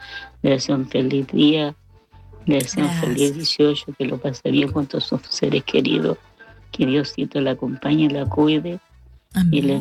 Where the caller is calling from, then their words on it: Los Ángeles, Biobío, Chile; De hermana … de Los Ángeles.